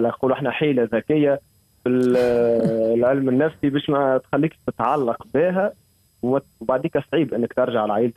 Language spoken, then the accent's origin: Arabic; Essouassi, Mahdia Governorate, Tunisia; مع قريتي السويس